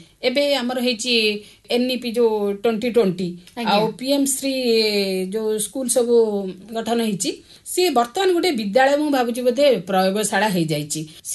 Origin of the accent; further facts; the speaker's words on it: Odisha, India; born there; ସାହିତ୍ୟ କ୍ଷେତ୍ରରେ ଓଡ଼ିଶାର ଯେଉଁ ଅବଦାନ, ମୁଁ ସବୁବେଳେ ଗର୍ବ କରେ ଯେ ମୁଁ ଓଡ଼ିଶାରେ ଜନ୍ମ ହେଇଛି ବୋଲି।